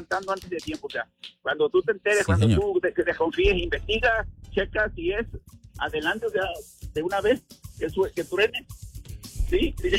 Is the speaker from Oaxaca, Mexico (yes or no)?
no; Coatzacoalcos, Veracruz, Mexico; Nosotros okay. somos de Veracruz, pero aquí estamos. Ella es de Orizaba y yo soy de Coatzacoalcos. Entonces, cada quien se crió en un medio diferente